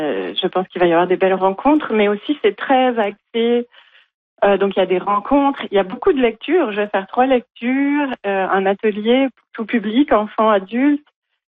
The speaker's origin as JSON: {"language": "French", "region": "Brittany", "country": "France", "moved": "as an adult", "lives_now": "Montreal, Canada", "said": "Moi, je viens d'une région, la Bretagne en France, qui est très, très axée sur la mer. Et ça fait 20 ans que je vis à Montréal."}